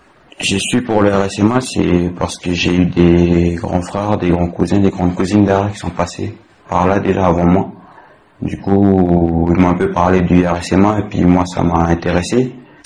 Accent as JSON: {"language": "French", "town": "Lifou", "region": "New Caledonia", "country": "France", "tie": "born or raised there", "said": "j'ai 20 ans, je suis originaire de Lifou."}